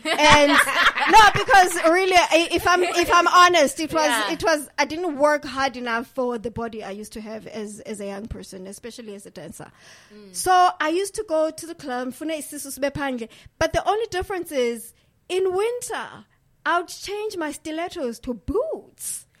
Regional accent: Bangladesh; I'm from Bangladesh.

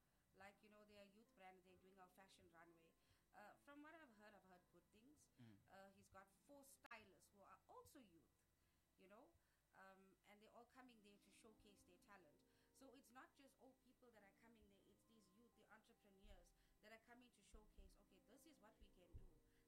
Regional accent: Durban, KwaZulu-Natal, South Africa; we're a little small family out of nowhere, we hail from Durban

